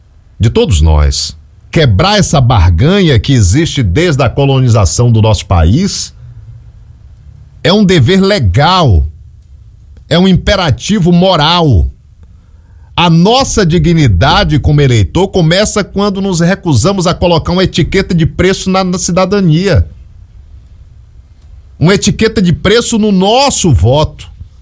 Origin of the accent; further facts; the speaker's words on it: Bahia, Brazil; eu também sou nordestino, sou da Bahia, baiano, catingueiro, né?